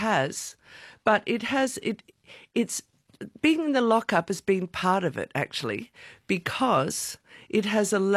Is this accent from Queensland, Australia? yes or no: no; Sydney, New South Wales, Australia; I'm going on and on about it. I'm from Sydney.